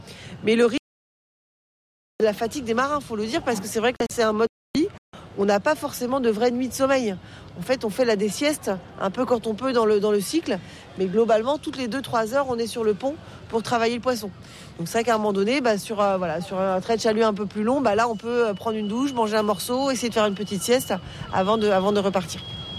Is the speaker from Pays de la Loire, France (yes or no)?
no; Brittany, France; On dit le bao, sinon chez nous en Bretagne.